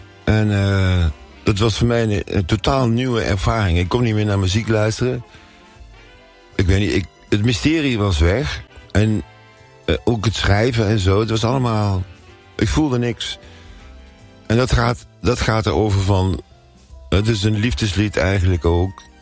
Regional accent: Nijmegen, Gelderland, Netherlands; Ik kom uit Nijmegen.

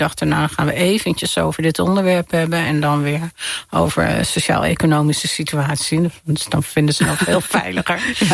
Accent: Amsterdam, North Holland, Netherlands; born or raised there

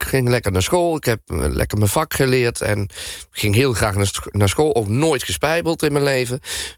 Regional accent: Tiel, Gelderland, Netherlands; born there; de stad waar ik geboren ben.

